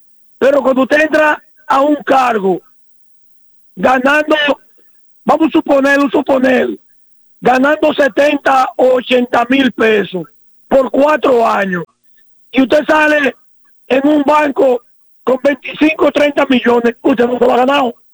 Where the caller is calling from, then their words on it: Dominican Republic; como dominicanos